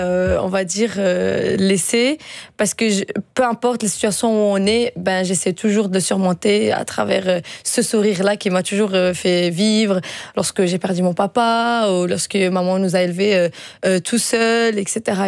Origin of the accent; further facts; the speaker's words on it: Belgium; lorsqu'on vient de différentes origines, mais en plus de ça, lorsqu'on est belge aussi, ça permet aussi d'avoir cette ouverture-là envers le monde extérieur